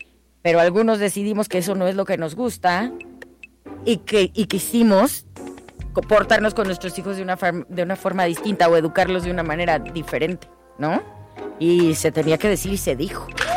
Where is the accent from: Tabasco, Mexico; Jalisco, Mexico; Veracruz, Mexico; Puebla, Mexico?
Jalisco, Mexico; moved away; allá en mi pueblo, Jalisco